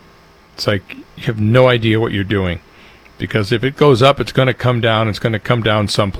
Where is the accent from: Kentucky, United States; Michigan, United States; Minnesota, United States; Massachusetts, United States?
Michigan, United States; Detroit; growing up in Detroit